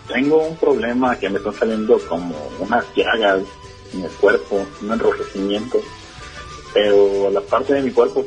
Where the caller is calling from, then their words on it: Sherman, Texas, United States; De Sherman.